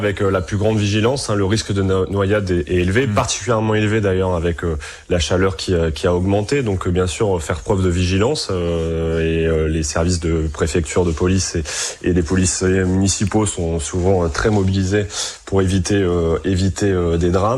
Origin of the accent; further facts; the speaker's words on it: Hauts-de-France, France; On a des endroits plus ruraux, je pense chez moi en Picardie, dans la Somme